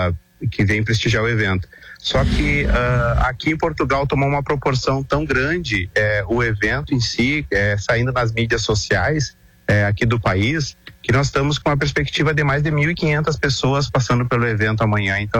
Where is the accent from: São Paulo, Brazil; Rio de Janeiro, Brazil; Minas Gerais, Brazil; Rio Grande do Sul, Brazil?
Rio Grande do Sul, Brazil; isso aqui é uma bebida típica que eu bebo, da onde a gente vem, do Rio Grande do Sul, todo mundo se bebe.